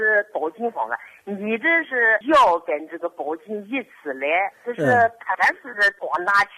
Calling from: Anhui, China; 我是安徽的。

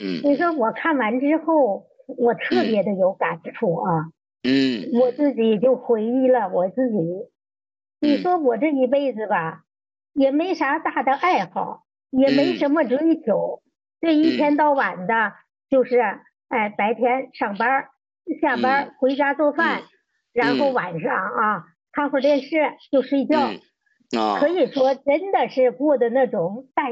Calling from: Hebei, China; 我不是云南的，我家是河北的。

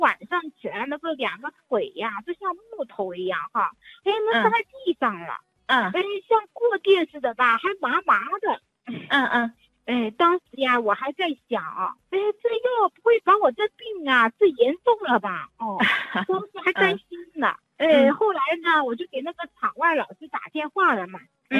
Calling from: Nanchong, Sichuan, China; 哎，老师你好，我是南充的新朋友。

